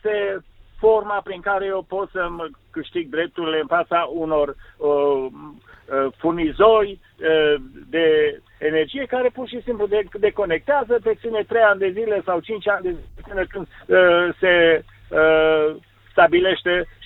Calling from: Cluj-Napoca, Cluj County, Romania; Bună ziua, Viorel, sunt din Cluj.

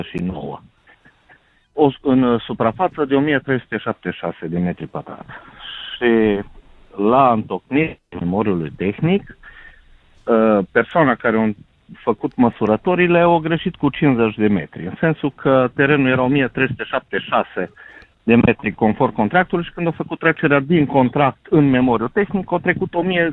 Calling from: Cluj-Napoca, Cluj County, Romania; sunt de la Cluj.

